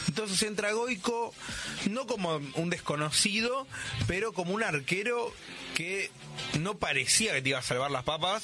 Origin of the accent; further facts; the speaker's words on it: Argentina; Es un recordatorio de sos argentino, tenés que sufrir.